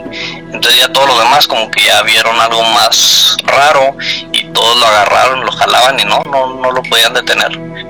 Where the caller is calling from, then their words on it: Chihuahua, Mexico; Desde Chihuahua.